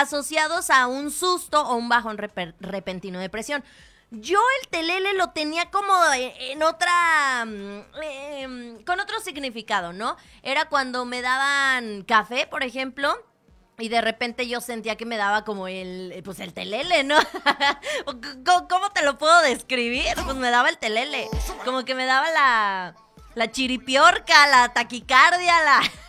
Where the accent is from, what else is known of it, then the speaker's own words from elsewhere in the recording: Mexico; enfermedades que solamente nos dan a los mexicanos